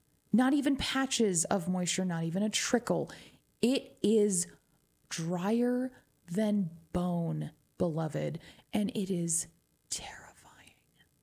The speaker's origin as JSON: {"language": "English", "region": "New Mexico", "country": "United States", "tie": "born or raised there", "accent": "twang", "first_language": "English", "moved": "as an adult", "said": "born here all my life, had to get the hell out of Dodge for a minute. And then I did, and I was like, wow, there are a lot of people out here. And I came back home. And now I am in one of the smallest places that I could find"}